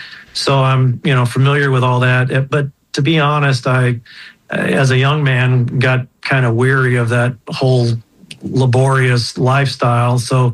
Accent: Midwest, United States; so I'm from the Midwest

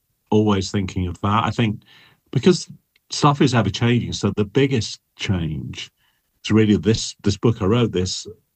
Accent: Texas, United States; now in San Francisco, United States

